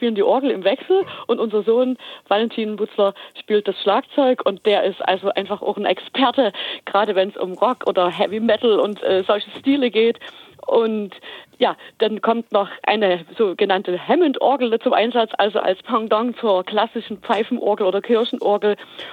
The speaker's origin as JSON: {"language": "German", "town": "Dresden", "region": "Saxony", "country": "Germany", "said": "Und wir freuen uns, liebe Thüringer, wir kommen aus Dresden, wenn wir euch in Rudolstadt treffen."}